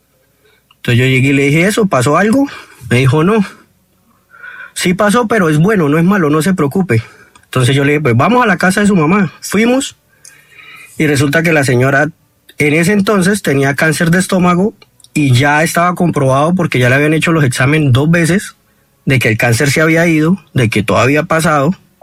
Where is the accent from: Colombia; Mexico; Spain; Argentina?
Colombia; Bucaramanga, Santander; yo soy de aquí, de Bucaramanga.